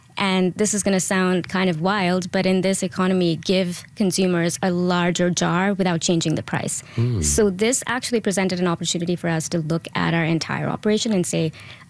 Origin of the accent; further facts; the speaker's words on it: Canada; And I am so proud to be able to do that as a Canadian supplier building in Canada.